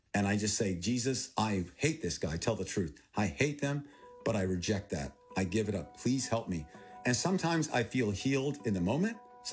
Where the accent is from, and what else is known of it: Thailand; born or raised there; first language Thai; English is a second language; also born or lived in Texas